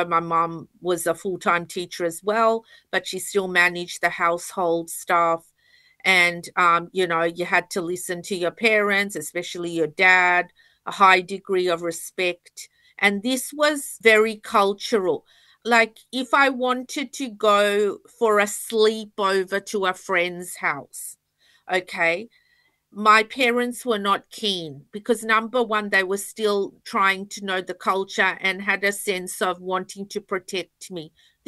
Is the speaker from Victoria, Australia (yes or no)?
no; Sydney, New South Wales, Australia; This is my home. This is where, I've grown up. This is where my family live. This is where I've been educated. This is where I work. I'm Australian.